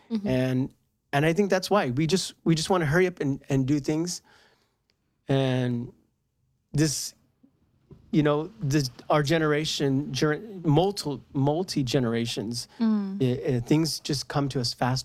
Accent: United States; Sorry, well, I'm American

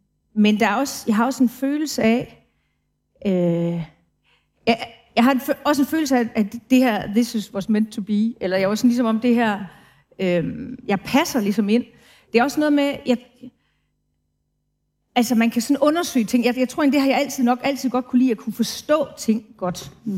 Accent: Brønderslev, North Denmark Region, Denmark; Altså, det hedder Brønderslev, der hvor jeg er fra.

